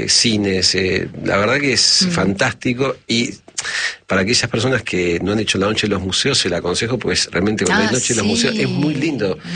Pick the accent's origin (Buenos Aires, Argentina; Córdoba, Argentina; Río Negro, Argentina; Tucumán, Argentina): Buenos Aires, Argentina